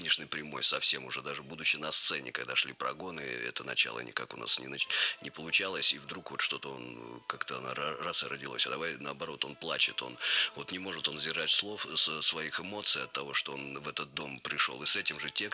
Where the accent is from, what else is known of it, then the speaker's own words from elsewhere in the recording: Kolyvanskoye, Altai Krai, Russia; also born or lived in Prutskoye; Да, ну это там, где мы жили, а родился я в Пруцком, это недалеко, да.